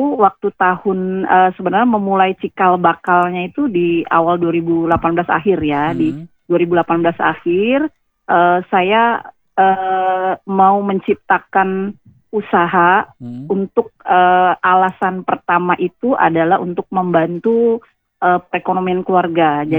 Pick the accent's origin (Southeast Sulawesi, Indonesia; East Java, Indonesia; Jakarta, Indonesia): Jakarta, Indonesia; now in Bogor, Indonesia; Sebenarnya saya datang tuh asalnya dari Jembatan 5 Jakarta Barat. Oh, deket. Iya, saya sekolahnya di Jakarta Utara. Tapi sekarang saya produksinya itu di Kota Bogor.